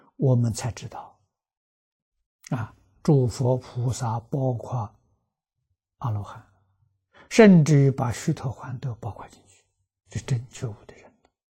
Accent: China; 我们中国人讲合情合理合法

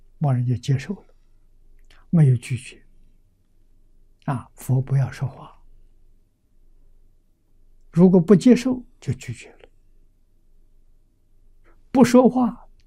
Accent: China

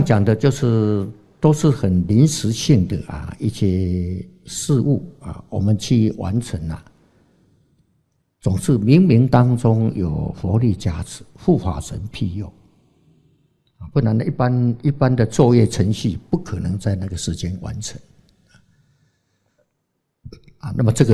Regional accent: Taiwan; accent: Taiwanese; 那个老板娘听到我们是台湾口音的啊，讲台语的

